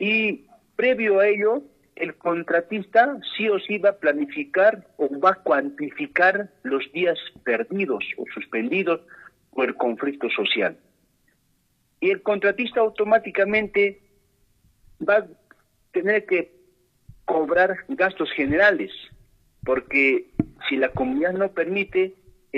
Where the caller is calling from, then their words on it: Chumbivilcas, Cusco, Peru; soy presidente de Barrios Populares, calle Huaytón y Valencia.